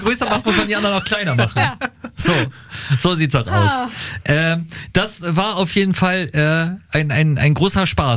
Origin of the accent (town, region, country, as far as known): Lower Saxony, Germany